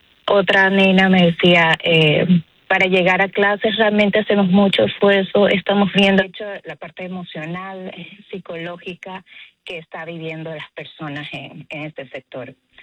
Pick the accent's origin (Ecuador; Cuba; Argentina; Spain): Ecuador